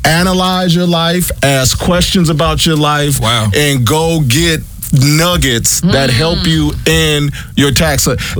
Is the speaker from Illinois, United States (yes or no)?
yes; Chicago, Illinois, United States; But we're both from Chicago.